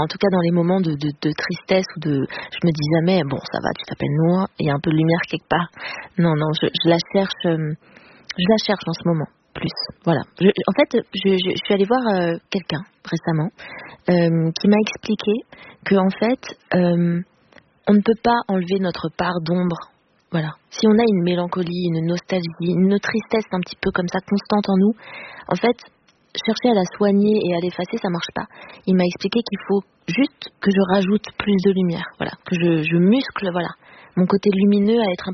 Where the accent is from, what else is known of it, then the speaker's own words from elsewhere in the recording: Paris, Île-de-France, France; Moi, vraiment à Paris, voilà. Parisienne, je suis née dans Paris même.